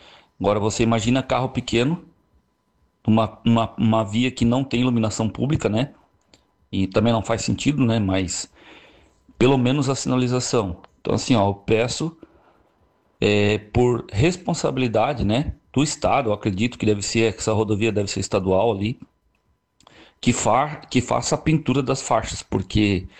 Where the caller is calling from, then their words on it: Santa Catarina, Brazil; do bairro Vila Nova.